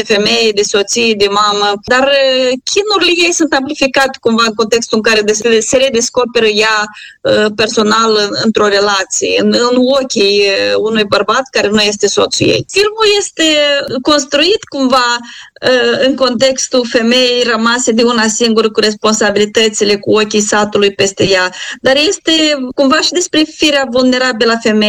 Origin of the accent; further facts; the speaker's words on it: Fundurii Vechi, Romania; pentru că a filmat la funduri vechi, m-a întrebat unde a filmat la funduri vechi, este satul meu de baștenă. Am filmat în casa părinților mei, am filmat în casa bunicilor mei